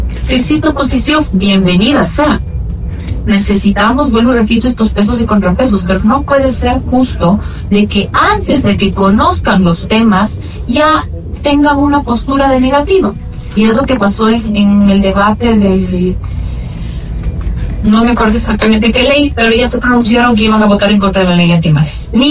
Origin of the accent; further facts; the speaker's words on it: Ecuador; como ciudadanos, como ecuatorianos, somos los primeros que tenemos que estar vigilantes